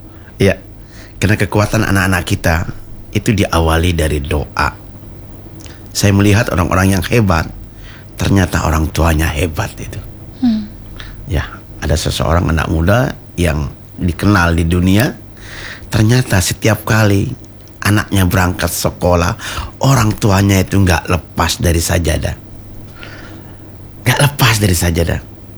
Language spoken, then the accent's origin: Indonesian; Gresik, East Java, Indonesia; also born or lived in Egypt; Kalau kita orang Gresik seperti damar kurung.